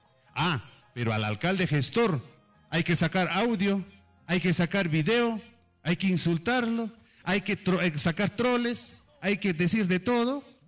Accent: Fitzcarrald Province, Ancash, Peru; los hijos fitzcarralinos queremos el desarrollo de esta hermosa provincia.

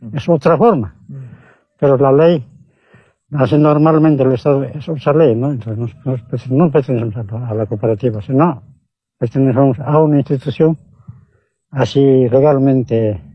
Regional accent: Oruro, Bolivia; moved away as an adult; now in Chapare, Bolivia; Yo soy de Oruro, Oruro no hay más aquí.

